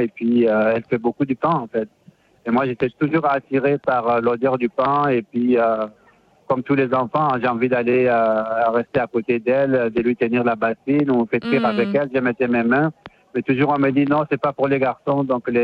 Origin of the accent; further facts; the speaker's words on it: Faya-Largeau, Borkou, Chad; moved away as an adult; also born or lived in Algeria / Montpellier, France; now in Paris, France; moi, je viens du nord du Tchad. Donc je fais partie d'une famille nomade sédentarisée. Mm-hmm. Et puis j'ai fait mes études à Faye, à Largeau, dans le nord du Tchad.